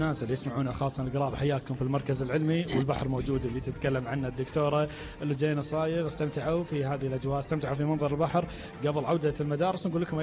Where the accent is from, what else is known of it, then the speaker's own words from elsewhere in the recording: Kuwait; لأن مثل بلدنا الكويت وإحنا بلد ساحلي نطلع البحر